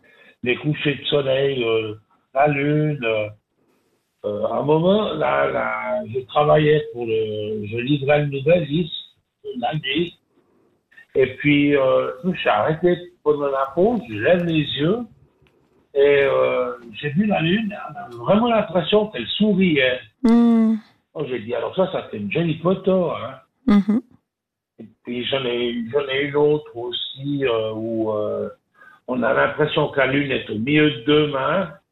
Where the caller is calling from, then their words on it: Le Bouveret, Valais, Switzerland; Moi, je suis du Bouvray.